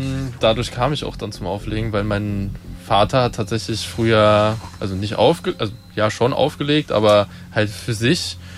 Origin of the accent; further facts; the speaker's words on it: Gelnhausen, Hesse, Germany; ich komme aus der Nähe von Hanau aus Gelnhausen.